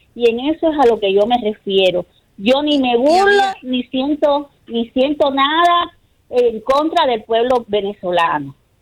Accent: Cuba; Yo me solidarizo con el pueblo venezolano, porque yo soy cubana, soy hispana

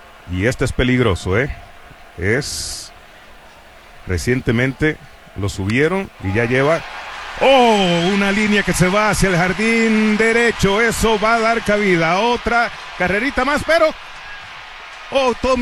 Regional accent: San Juan, Puerto Rico; born there; otro boricua de Río Piedras, Puerto Rico. Ahí nací yo, no, en Río Piedras.

